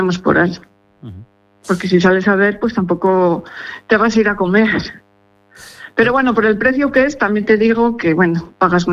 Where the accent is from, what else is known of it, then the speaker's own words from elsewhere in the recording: Toro, Castile and León, Spain; Yo soy de Zamora, de Toro.